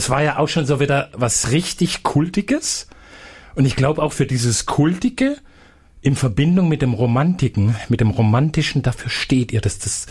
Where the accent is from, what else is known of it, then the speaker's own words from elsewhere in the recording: Baden-Württemberg, Germany; Also ich glaube, dann fange mal ich als ursprüngliche Schwäble mit dem Monomerisch gar nicht, mit dem Badischen gar nicht richtig